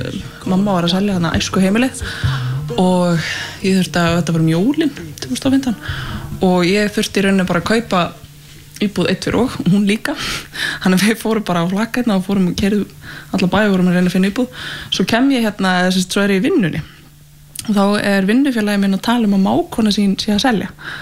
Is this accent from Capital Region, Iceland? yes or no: yes; Reykjavík, Capital Region, Iceland; ég sem stólst upp í Þingholtunum og horfði á Hallgrímskirkju út eldhúsgluggan